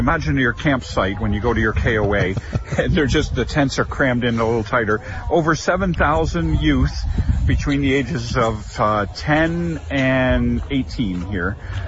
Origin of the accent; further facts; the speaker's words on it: Tecumseh, Ontario, Canada; They mentioned this bridge, and I said, that's exactly where I'm from.